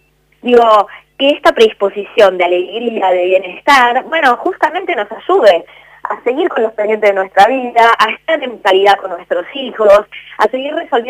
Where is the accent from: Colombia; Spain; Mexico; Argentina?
Argentina